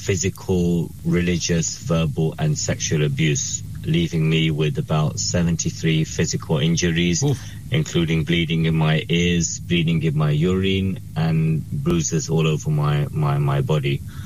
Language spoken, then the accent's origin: English; London, United Kingdom; I grew up in London. I lived in a small housing estate with my parents.